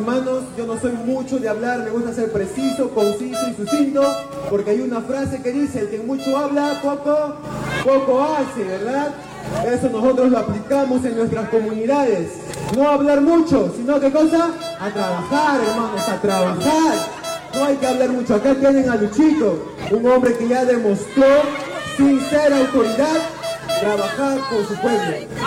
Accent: Pasco, Peru; no solamente me aboco a mi pueblo yanesha

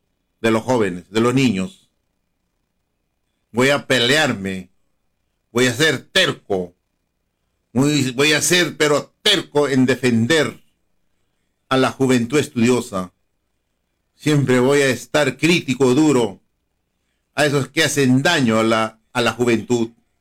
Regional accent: Ayacucho, Peru; Yo soy parinacochano, soy peruano

